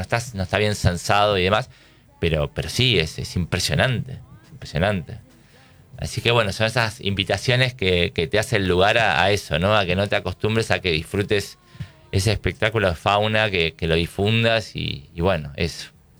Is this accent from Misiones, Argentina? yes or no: no; Buenos Aires, Argentina; born or raised there